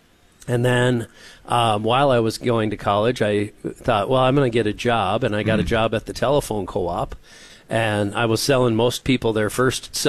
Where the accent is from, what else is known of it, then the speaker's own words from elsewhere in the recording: Hettinger, North Dakota, United States; I'm very proud to say that I'm from North Dakota. Grew up on a farm and ranch down in Hettinger.